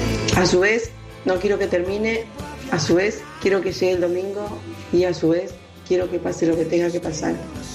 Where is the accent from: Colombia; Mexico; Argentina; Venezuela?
Argentina; hay muchos países que quisieran estar en nuestro lugar, pero somos argentinos y nos está tocando a vivirlo a nosotros